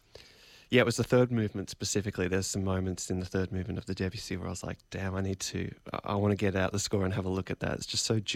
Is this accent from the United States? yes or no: no; Australia; wanted to write a piece of music that expressed something of the landscape of my home country, Australia